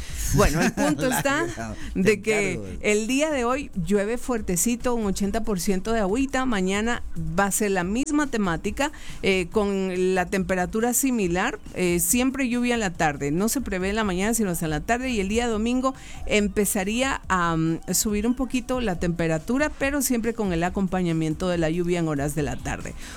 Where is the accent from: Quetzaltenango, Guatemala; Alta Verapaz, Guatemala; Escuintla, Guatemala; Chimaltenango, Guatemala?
Alta Verapaz, Guatemala; San Pedro Carchá; now in Cobán, Guatemala; Ayer pasó algo en mi pueblito natal, más no sé si acá en Cobán, porque obviamente yo estaba en San Pedro Carrechá.